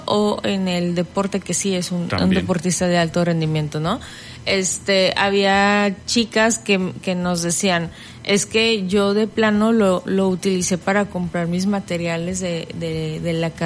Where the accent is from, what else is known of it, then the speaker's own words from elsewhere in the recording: Manzanillo, Colima, Mexico; No que yo que soy de Manzanillo y estudio en Cuauhtémoc, en Colima, y allá está mi INE.